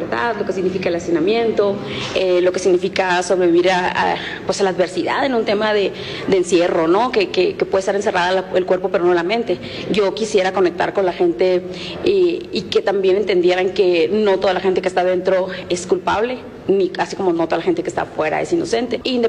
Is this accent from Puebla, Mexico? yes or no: no; Hermosillo, Sonora, Mexico; vengo de Hermosillo, Sonora, en la jornada sonorense